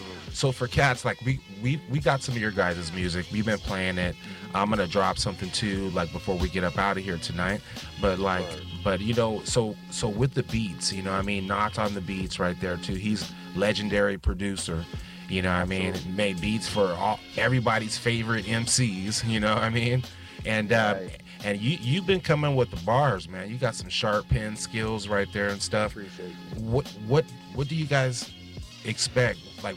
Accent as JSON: {"language": "English", "region": "California", "country": "United States", "said": "I'm from California."}